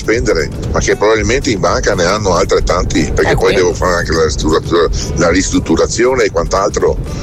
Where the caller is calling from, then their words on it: Padua, Veneto, Italy; da Padova.